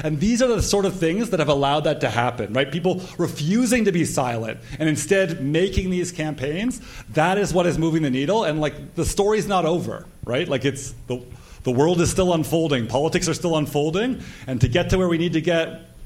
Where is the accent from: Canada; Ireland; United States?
Ireland; That's how much we as Irish people care.